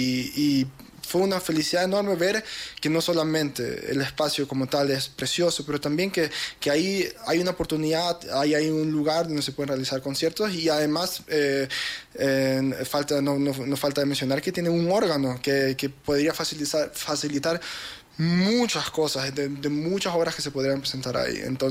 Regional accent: Guayaquil, Guayas, Ecuador; moved away as an adult; also born or lived in Quito; now in Germany; si bien soy de Guayaquil, yo ya llevo viviendo 12 años en Alemania

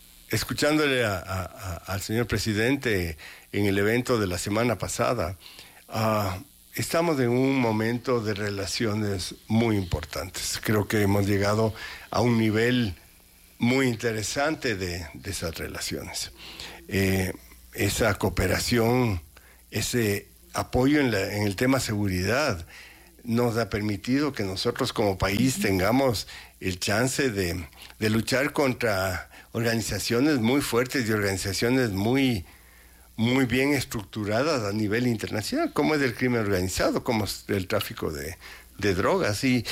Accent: Ecuador

